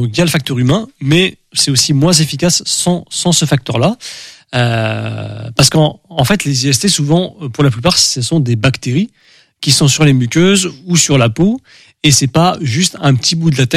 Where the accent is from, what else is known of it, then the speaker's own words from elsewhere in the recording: France; accent: French; Avec mon accent français